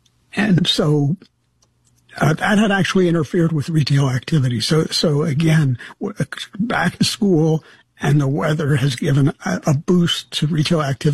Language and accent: English; Philadelphia, Pennsylvania, United States; now in Lancaster, United States; I grew up in Philadelphia, and when I grew up, Philadelphia had the largest concentration of Italians outside of Rome.